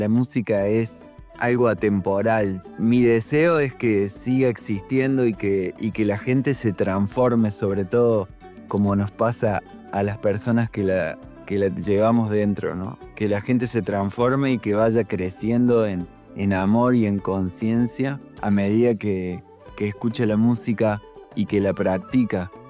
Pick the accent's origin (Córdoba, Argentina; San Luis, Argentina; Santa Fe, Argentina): Córdoba, Argentina; also born or lived in González Chávez, Buenos Aires Province / Madrid, Spain; Soy oriundo de González Chávez, provincia de Buenos Aires, pero desde los 6 años vivo en Córdoba. Vivo en las Sierras Chicas, en Agua de Oro, con un periodo de 7 años donde viví en Madrid.